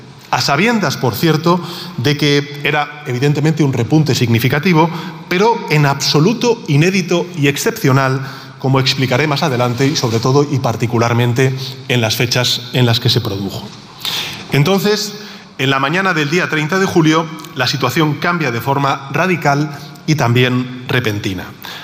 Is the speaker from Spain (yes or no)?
yes; Spain; como presidente del Gobierno de España y como ciudadano español